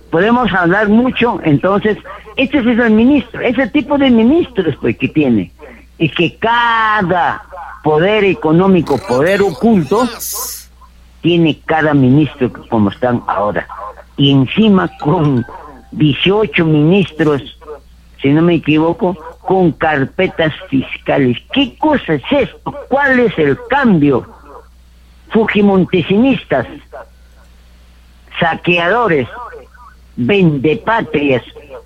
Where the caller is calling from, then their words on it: Peru; los peruanos somos unos tontos inútiles